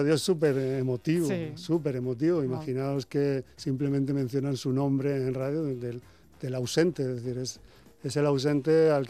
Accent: Alicante, Valencian Community, Spain; supe también que el último territorio de la República fue el puerto de Alicante, mi tierra.

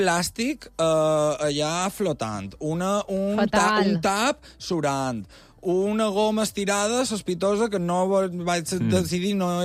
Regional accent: Balearic Islands, Spain; clar, no a mi com a mallorquí no me passarà.

